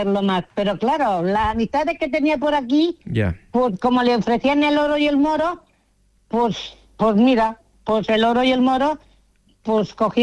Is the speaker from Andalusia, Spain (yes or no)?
yes; Seville, Andalusia, Spain; born there; moved away as an adult; now in L'Ampolla area, Tarragona, Spain; yo nací en Sevilla.